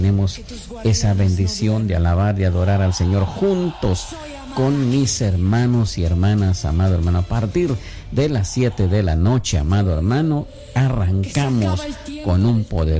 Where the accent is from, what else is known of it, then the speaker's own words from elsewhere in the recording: Puebla, Mexico; Soy del estado de Puebla